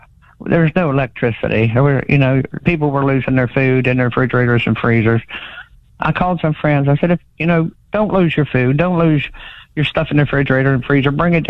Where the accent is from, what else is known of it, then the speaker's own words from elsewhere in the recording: West Virginia, United States; lived here my whole life, and we're strong people. We're resilient people. I have such a love for my hometown and for West Virginia and its people.